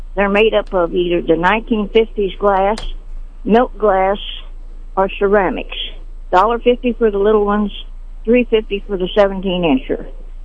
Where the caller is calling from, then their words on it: Sedalia, Missouri, United States; Okay, I'm calling from Sedalia.